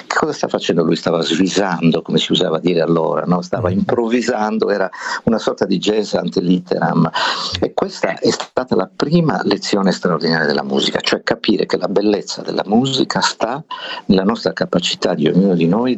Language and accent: Italian; Berchidda, Sardinia, Italy; born or raised there